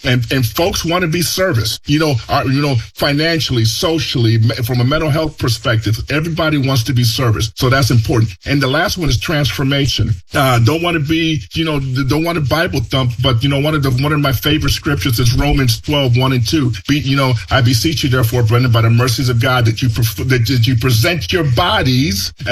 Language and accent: English; Chicago, Illinois, United States; English is a second language; So English is my second language. It was very, very hard for me. I would tell a story every chance and anybody allows me to do it. I had a teacher in high school told me, if you want to be successful, because I grew up in the projects of Chicago